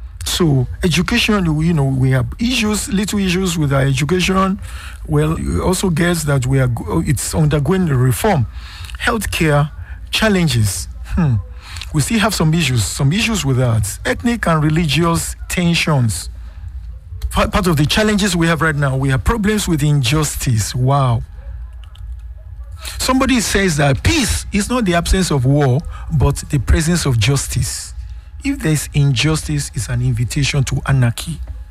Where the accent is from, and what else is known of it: Nigeria